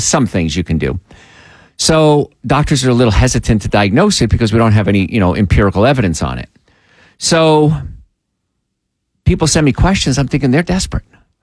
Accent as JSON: {"language": "English", "region": "New Jersey", "country": "United States", "tie": "born or raised there", "said": "when I was young, I grew up in New Jersey. And I grew up, I was a truck driver, I grew up on the streets."}